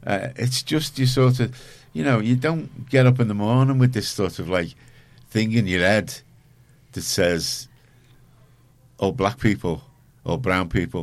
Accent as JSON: {"language": "English", "town": "Liverpool", "region": "North West England", "country": "United Kingdom", "tie": "born or raised there", "said": "I grew up in Garston, and, you know, there wasn't a lot of black people there"}